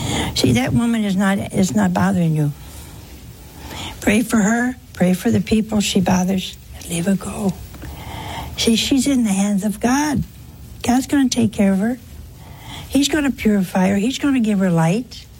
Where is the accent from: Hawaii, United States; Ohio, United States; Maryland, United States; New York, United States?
Ohio, United States; Oh, hey, that's my home state.